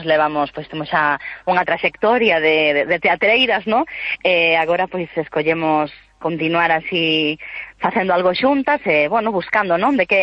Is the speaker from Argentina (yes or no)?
yes; Buenos Aires, Argentina; also born or lived in Vigo; now in O Porriño, Spain; son de Buenos Aires, nací en Buenos Aires, pero viven en Vigo, e agora estamos as dúas afincadas no Porriño.